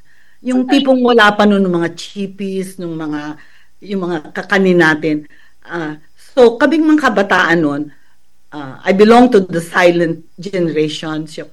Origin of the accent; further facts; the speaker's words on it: Lucban, Calabarzon, Philippines; kaming mga tubong Lukban